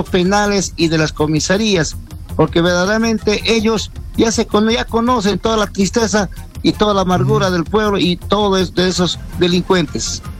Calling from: Chincheros, Apurímac, Peru; de Chincheros, Apurímac.

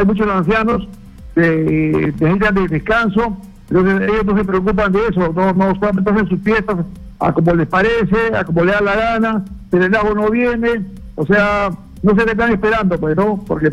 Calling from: Lima, Peru; Yo soy vecina, vicevecina de la Universidad Santa Beatriz.

